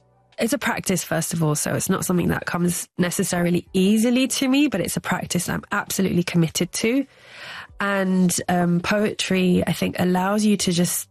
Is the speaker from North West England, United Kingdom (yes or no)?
no; London, United Kingdom; born or raised there